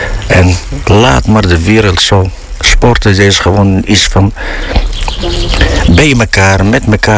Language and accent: Dutch; Morocco; now in Friesland, Netherlands; mijn vaderland is Marokko, maar mijn moederland is Friesland